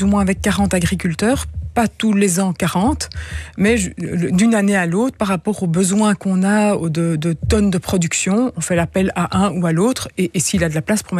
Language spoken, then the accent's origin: French; Louvain-la-Neuve, Wallonia, Belgium; also born or lived in Brussels; je suis bruxelloise à la base, mais on habitait du côté de Louvain-la-Neuve dès le début.